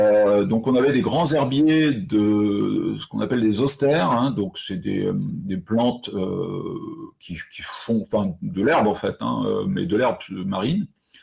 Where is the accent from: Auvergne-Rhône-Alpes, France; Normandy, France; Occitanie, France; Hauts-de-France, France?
Normandy, France; born there; quand j'étais petit en Normandie